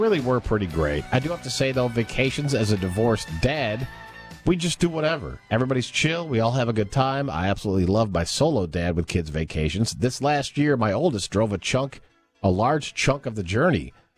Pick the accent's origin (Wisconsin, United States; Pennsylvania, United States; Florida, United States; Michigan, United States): Michigan, United States; Well, I grew up in Michigan, so it feels like I've already seen a billion lakes.